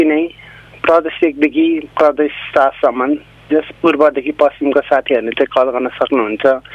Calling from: Ilam, Koshi Province, Nepal; अहिले इलामबाट बोलिरहेको छु।

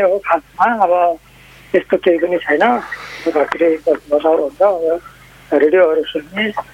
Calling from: Banke District, Lumbini Province, Nepal; म बाँके जिल्ला

